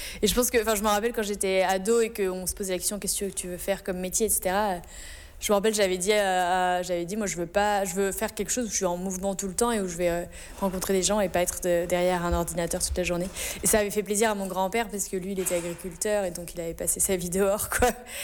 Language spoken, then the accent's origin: French; Nouvelle-Aquitaine, France; Moi, je viens de la Charente. Mes parents, ils étaient agriculteurs et j'ai grandi vraiment tout le temps dans la nature, assez libre, à jouer dehors, à faire plein de choses comme ça. Mais je suis pas du tout née dans une famille de voyageurs